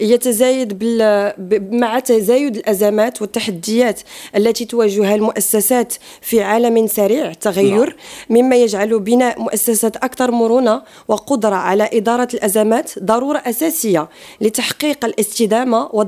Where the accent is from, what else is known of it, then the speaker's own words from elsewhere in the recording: Marrakesh, Marrakesh-Safi, Morocco; وهي الأكلة المشهورة يعني عندنا في مراكش.